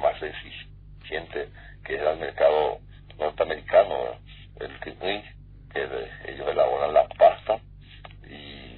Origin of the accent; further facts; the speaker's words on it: Paraguay; sin distinción, como paraguayo, como patriota, siempre pues, esa es mi forma de ser